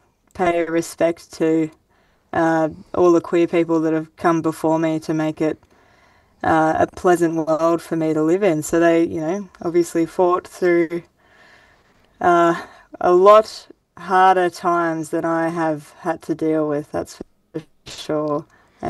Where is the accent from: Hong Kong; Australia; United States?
Australia; Grafton, New South Wales; born or raised there